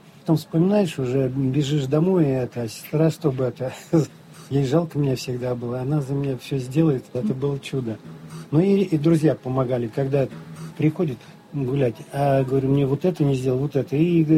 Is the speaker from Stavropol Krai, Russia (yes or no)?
no; Uzlovaya district, Tula Oblast, Russia; В Тульской области, Узловский район, 1954 год рождения, деревня Каменка